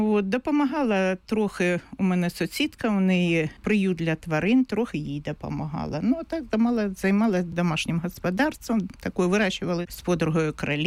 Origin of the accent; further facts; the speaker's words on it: Makiivka, Donetsk Oblast, Ukraine; also born or lived in Myrnohrad; Взагалі, я народилася в Макіївці. Нас в родині було троє дітей, я і два братика.